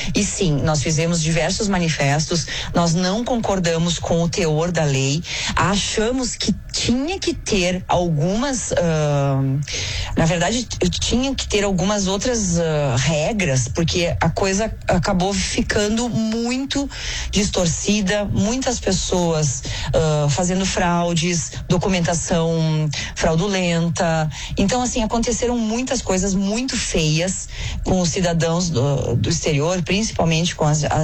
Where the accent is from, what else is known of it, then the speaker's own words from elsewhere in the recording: Rio Grande do Sul, Brazil; somos brasileiros, ítalo-brasileiros, ítalo-gaúchos